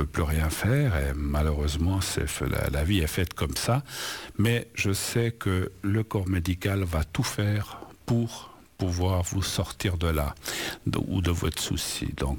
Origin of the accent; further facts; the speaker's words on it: Spain; now in Switzerland; C'est le cas, alors, jusqu'à présent, de l'Espagne, de mon pays d'origine, l'Espagne, où j'avais un oncle qui disait « Oh, ici en Suisse, vous êtes quand même bien loti